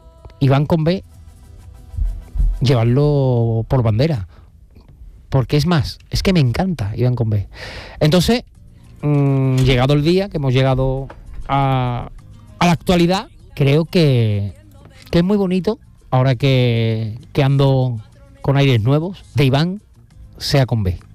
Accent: Alcalá de Guadaíra, Andalusia, Spain; also born or lived in Seville; Pero bueno, mi residencia está en Alcalá de Guadaira desde pequeño. Soy alcalareño. Sevillano y alcalareño.

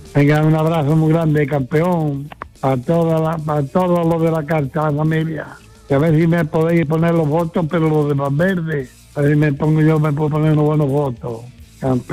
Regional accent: Padul, Andalusia, Spain; Buenas tardes, mando lo gordo … de Padul.

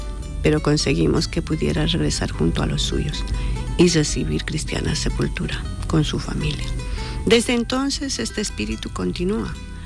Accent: Bolivia; moved away as an adult; now in Jaén, Spain; soy presidenta de la Asociación de Bolivianos en Jaén. Mi cargo en Bolivia era secretaria ejecutiva. Llevo aquí 24 años en Jaén

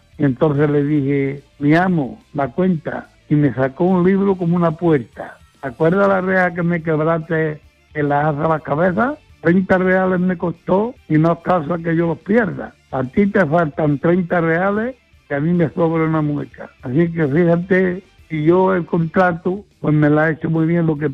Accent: Padul, Andalusia, Spain; Bueno, gordo … de Padul.

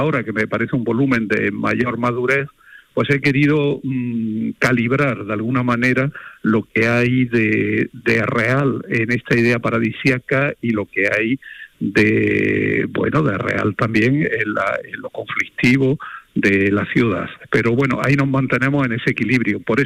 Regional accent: Granada, Andalusia, Spain; Yo, que soy granadino de pura cepa, perdón por la expresión, pero claro, es que nací debajo de la Alhambra, en el Paseo de los Tristes, pues resulta, y toda mi familia pues ha sido granadina de toda la vida

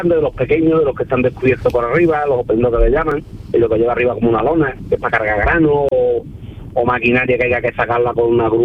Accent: Jerez de la Frontera, Andalusia, Spain; yo soy de Jerez de la Frontera, de Cádiz, de aquí.

